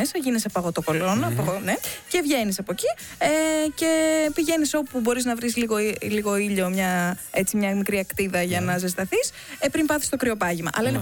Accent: Tzoumerka, Epirus, Greece; moved away

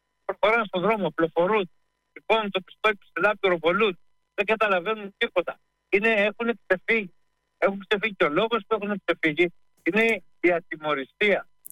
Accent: Thebes, Central Greece, Greece; now in Larissa, Greece; Εγώ ζω στη Λάρισα, αλλά μεγάλωσα στη Θήβα.

